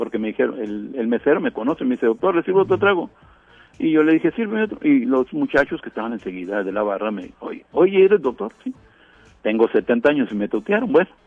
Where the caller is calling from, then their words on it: Mexicali, Baja California, Mexico; Yo soy médico de profesión … vengo de Mexicali de vacaciones aquí en Ensenada